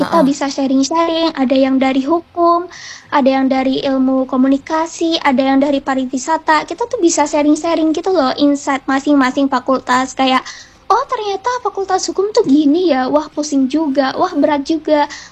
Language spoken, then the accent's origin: Indonesian; Tegal, Central Java, Indonesia; moved away